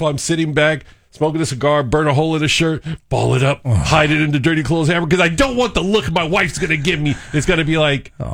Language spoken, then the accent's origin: English; Los Angeles, California, United States; Yeah, baseball and rooting for the Dodgers, my hometown. I am an Angelino, born and raised, all right?